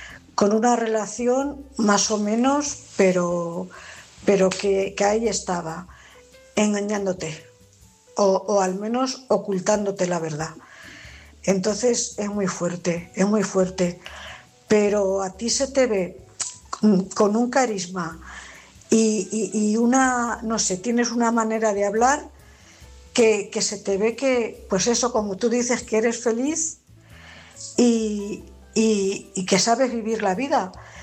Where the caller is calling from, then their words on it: Cuenca, Castilla-La Mancha, Spain; Buenas noches … corresponsal de Cuenca.